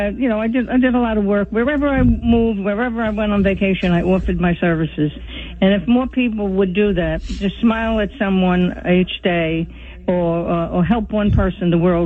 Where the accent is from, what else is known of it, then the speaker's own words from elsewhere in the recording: New York City, New York, United States; Well, I grew up in Brooklyn, New York.